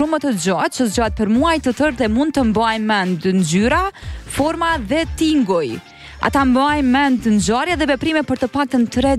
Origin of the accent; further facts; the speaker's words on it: Mitrovica, Mitrovica District, Kosovo; Heads different që jam prej Mitrovicës.